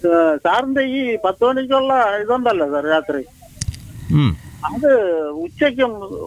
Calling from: Ambalathinkala, Kerala, India

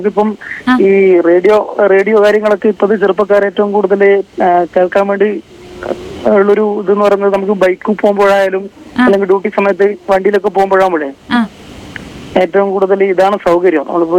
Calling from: Ayyalur, Kerala, India; അയ്യലൂരിൽ നിന്നാണ്.

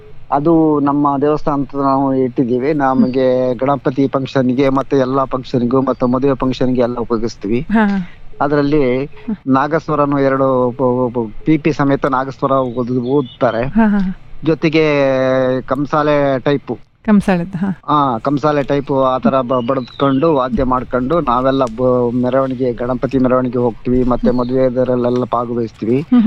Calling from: Hassan district, Karnataka, India; ಈಗ ನಮ್ಮ ಹಾಸನ ಜಿಲ್ಲೆಯಲ್ಲಿ ನಾವು ಬೇರೆ

